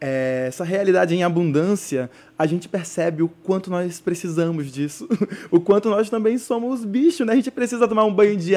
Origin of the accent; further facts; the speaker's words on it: Amazonas, Brazil; moved away as an adult; Depois que eu saí do Amazonas, eu me entendi muito mais amazonense.